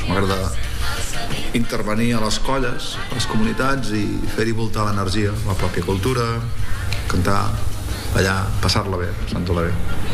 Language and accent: Catalan; Catalonia, Spain; first language Spanish; Catalan is a second language; la meva llengua materna és el castellà. Vinc d'una família normalment espanyolista, diguéssim, tot i que tothom era català no parlant, però la llengua interna va esdevenir el castellà per un rebot